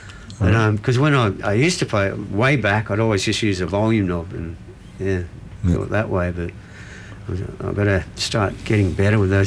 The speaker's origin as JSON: {"language": "English", "town": "Sydney", "region": "New South Wales", "country": "Australia", "tie": "born or raised there", "said": "We grew up in Cogra, down, Cogra, like Brighton area and all that. We grew up around there"}